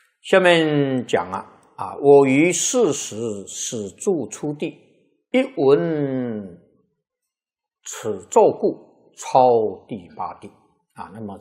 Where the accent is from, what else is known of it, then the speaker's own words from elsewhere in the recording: Taiwan; 你看那个澳洲呢，跟我们台湾人口差不多啊